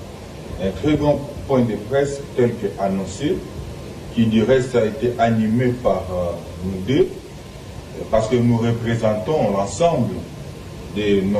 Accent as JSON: {"language": "French", "country": "DR Congo", "said": "Et nous, en tant que Congolais de souche, Congolais de père et de mère, étant informés, nous nous sommes dit que nous n'avons pas peur pour parler au nom de notre pays."}